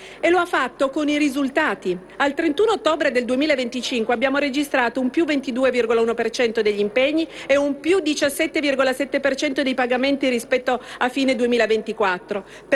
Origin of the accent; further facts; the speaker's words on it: Cuneo, Piedmont, Italy; lo dico da piemontese, da cuneese